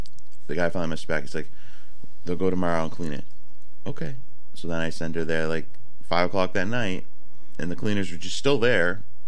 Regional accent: United States; I'm going to Americanize it a little bit, but because I'm American.

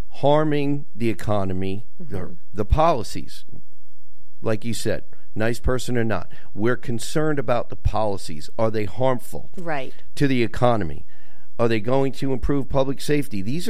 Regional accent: Vermont, United States; I grew up in Vermont, but I'm leaving.

